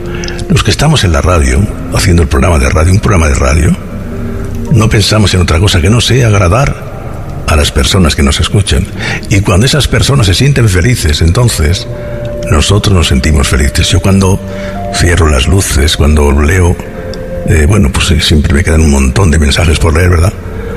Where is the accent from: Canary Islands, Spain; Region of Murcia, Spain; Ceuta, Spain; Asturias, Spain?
Region of Murcia, Spain; yo soy murciano. Segundo, porque ahí, de ahí nacieron todas mis raíces.